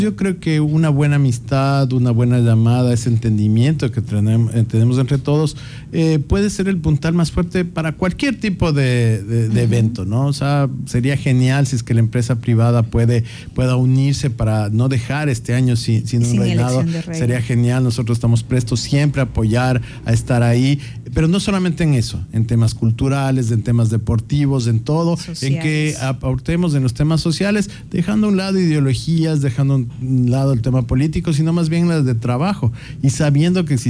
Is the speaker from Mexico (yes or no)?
no; Quito, Pichincha, Ecuador; now in Santo Domingo, Ecuador; En lo personal, yo no soy de Santo Domingo, pero creo que tengo el corazón de los más grandes de Santo Domingo. Siempre estoy aquí. Yo soy de Quito. Mi esposa es de acá.